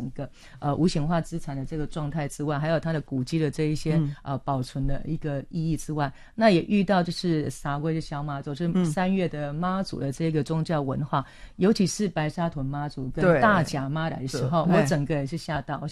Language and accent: Chinese; Yunlin County, Taiwan; 我们一直是身为台湾人，然后我自己也是云林人